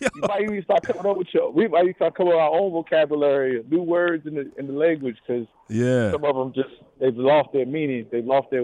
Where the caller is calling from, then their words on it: Myrtle Beach, South Carolina, United States; I'm calling from Myrtle Beach right now, but I live in Triple Hills.